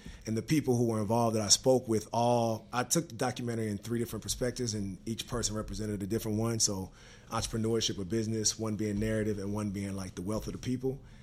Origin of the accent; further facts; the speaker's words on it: Pine Bluff, Arkansas, United States; I'm from Pine Bluff, actually. So I'm from Pine Bluff